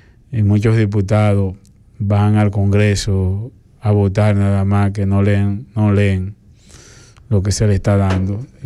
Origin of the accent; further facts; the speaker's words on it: Dominican Republic; Nosotros no podemos seguir siendo tan dominicanos.